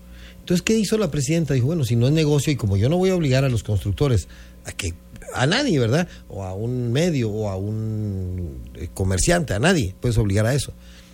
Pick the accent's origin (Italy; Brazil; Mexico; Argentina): Mexico; Yo lo que digo es, ¿qué tenemos que hacer nosotros como mexicanos?